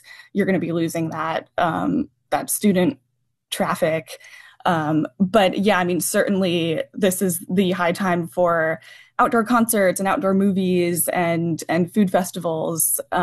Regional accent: Durham, North Carolina, United States; I grew up in Durham and was kind of coming of age when Only Burger was all the rage and Pie Pushers

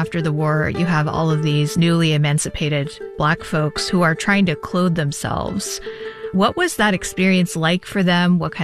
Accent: North Carolina, United States; born there; my home state, which would become the textile capital of the United States.

